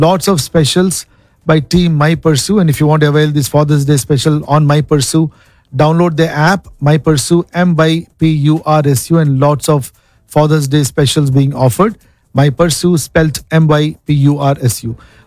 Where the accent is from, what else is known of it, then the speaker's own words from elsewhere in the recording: Visakhapatnam, Andhra Pradesh, India; moved away; మాది వైజాగే